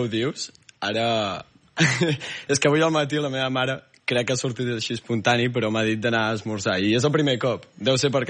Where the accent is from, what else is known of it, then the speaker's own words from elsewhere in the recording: Berga, Catalonia, Spain; Sí, sí, soc de Berga.